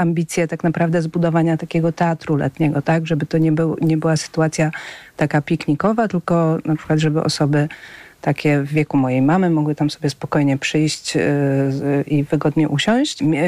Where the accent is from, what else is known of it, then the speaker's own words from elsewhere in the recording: Warsaw, Masovian Voivodeship, Poland; born there; ja jestem warszawianką z urodzenia